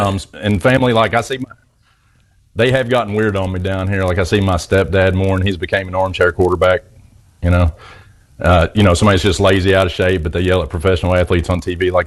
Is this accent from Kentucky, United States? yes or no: yes; Murray, Kentucky, United States; born there; accent: Southern; I'm in Murray, Kentucky. Oh. Western Kentucky, close to Paducah.